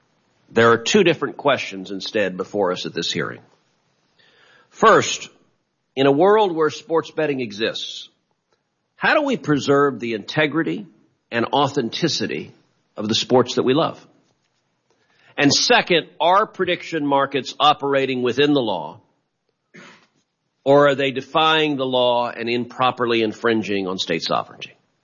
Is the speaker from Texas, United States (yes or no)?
yes; Texas, United States; 39 states and the District of Columbia have legalized some form of sports betting, though my home state of Texas has not.